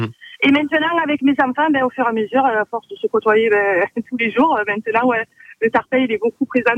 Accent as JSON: {"language": "French", "town": "Marseille", "region": "Provence-Alpes-Côte d'Azur", "country": "France", "tie": "born there", "said": "moi, je suis née à Marseille, j'ai 54 ans"}